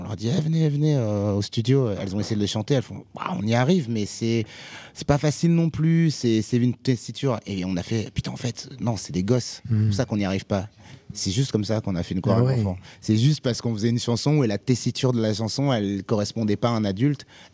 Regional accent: Hauts-de-France, France; chez nous dans le Nord quand on était ados

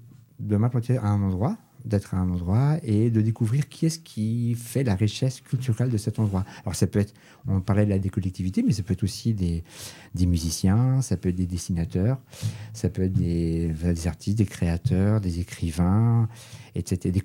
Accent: Paris, Île-de-France, France; also born or lived in Toulouse; now in Saint-Sulpice, France; j'ai été libraire à Paris. Et je suis parisien d'origine.

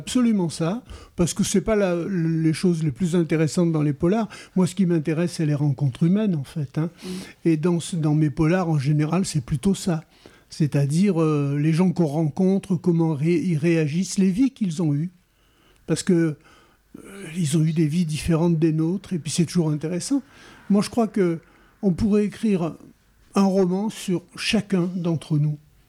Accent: Auvergne-Rhône-Alpes, France; born there; now in Tarn, France; je ne suis pas tarné, je ne suis pas né ici, je suis né en Ardèche.

